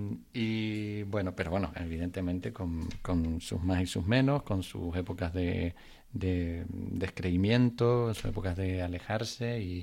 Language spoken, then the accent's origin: Spanish; La Palma, Canary Islands, Spain; Yo vengo de la isla de La Palma y allí sí que mi familia, mis padres y mis hermanos, soy el sexto y último hermano, y sí que había una vinculación grande y directa con la iglesia. Mis padres son católicos y practicantes.